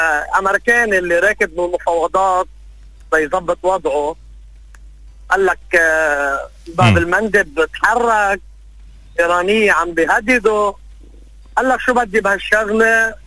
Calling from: Lebanon; نحن كلبنانية

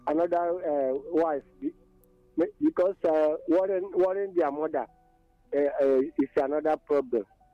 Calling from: Nkerefi, Enugu State, Nigeria; I'm calling you from Nkrefi.

